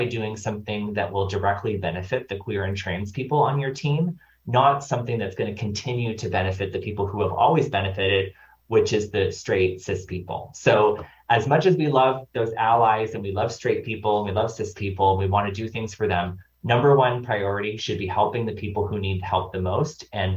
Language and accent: English; Nova Scotia, Canada; I'm from Nova Scotia